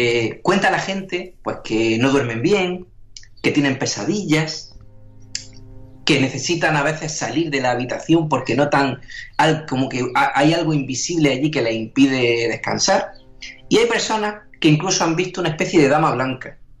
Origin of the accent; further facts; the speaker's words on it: Almería, Andalusia, Spain; esta historia relacionada con mi tierra.